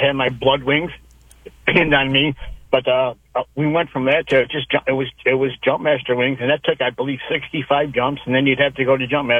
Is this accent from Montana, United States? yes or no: no; Rochester, New York, United States; Well, that was my old neighborhood. I grew up in Kissingbury.